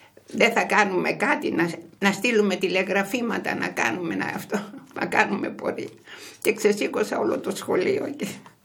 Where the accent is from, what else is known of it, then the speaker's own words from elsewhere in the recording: Cyprus; moved away as an adult; now in Kozani, Greece; Η Κύπρος είναι η πατρίδα μου. Η Κοζάνη είναι η πατρίδα των παιδιών μου.